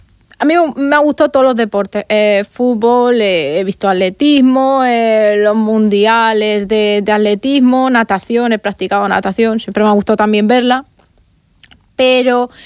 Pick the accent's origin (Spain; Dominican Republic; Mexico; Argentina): Spain; Hellín, Castilla-La Mancha; moved away as an adult; now in Murcia, Spain; Yo en mi caso me he salido de mi pueblo, estoy aquí viviendo en Murcia.